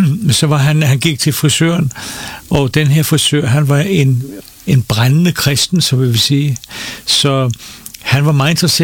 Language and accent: Danish; Copenhagen, Capital Region, Denmark; born or raised there